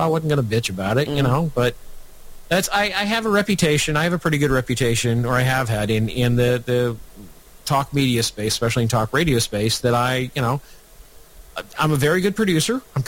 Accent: Nebraska, United States; I said, Michael, I'm from Nebraska. We have a one house legislature.

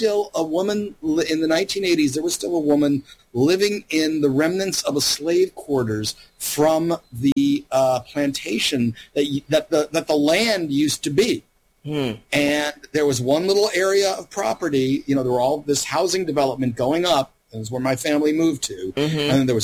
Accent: Louisiana, United States; moved away; I grew up mostly in Louisiana.

